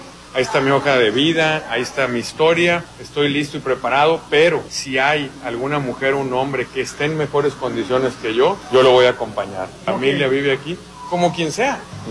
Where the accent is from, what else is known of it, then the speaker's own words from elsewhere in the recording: Sinaloa, Mexico; soy sinaloense, aquí vive toda mi familia